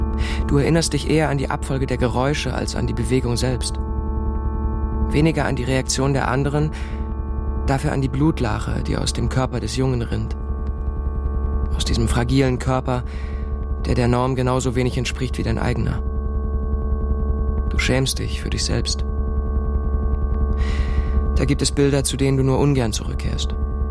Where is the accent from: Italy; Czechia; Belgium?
Czechia; Přerov, Olomouc Region; Ich bin in Přerov aufgewachsen, einer kleinen mährischen Industriestadt unweit der Slowakei.